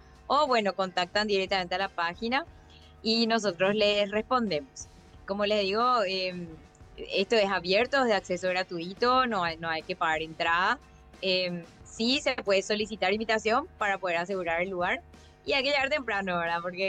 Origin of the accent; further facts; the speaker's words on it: Paraguay; cuento que soy de Paraguay